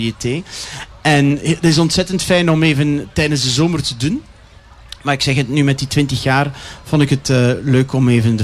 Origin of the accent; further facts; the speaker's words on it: Flanders, Belgium; accent: West Flemish; Ik ben een echte West-Vlaming en ik kan nog altijd West-Vlaams klappen.